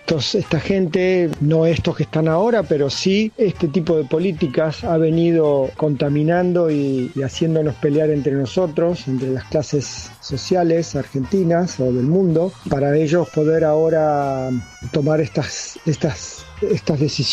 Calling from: Finland; Desde Finlandia

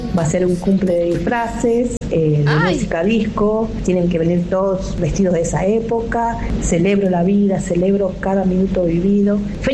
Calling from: José León Suárez, Buenos Aires Province, Argentina; de José León Suárez.

